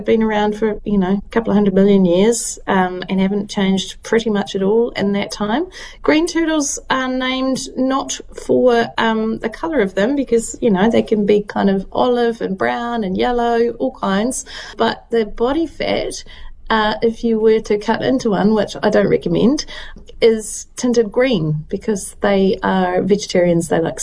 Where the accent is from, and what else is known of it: Southland, New Zealand